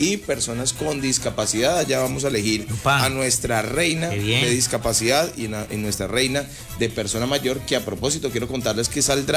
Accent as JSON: {"language": "Spanish", "town": "Ibagué", "region": "Tolima", "country": "Colombia"}